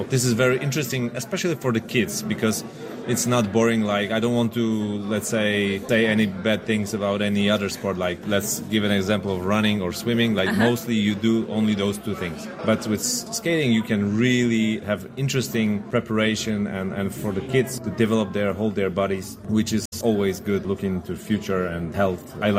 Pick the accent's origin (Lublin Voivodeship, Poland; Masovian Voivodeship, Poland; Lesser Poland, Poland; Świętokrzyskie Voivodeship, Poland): Lesser Poland, Poland; Zakopane; in the city where I grew up, basically only winter sports was popular. I grew up in Zakopane, so big winter sport city in Poland